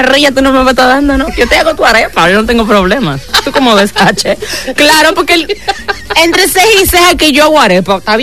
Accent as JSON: {"language": "Spanish", "country": "Dominican Republic", "said": "Soy dominicana."}